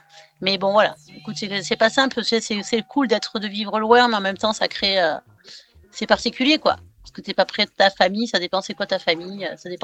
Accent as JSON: {"language": "French", "town": "Bayonne", "region": "Nouvelle-Aquitaine", "country": "France", "said": "Et à Bayonne, oui, exactement."}